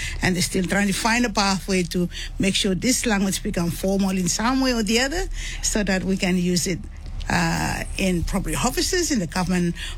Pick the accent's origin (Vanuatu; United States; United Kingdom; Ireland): Vanuatu; now in New Zealand; And I was born and raised in Vanuatu, in a little village called Mafilau, and the highlands called Hebi.